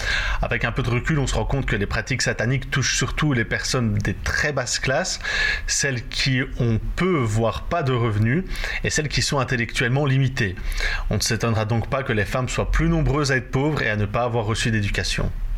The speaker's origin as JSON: {"language": "French", "area": "Namur", "region": "Wallonia", "country": "Belgium", "said": "chez nous à Namur"}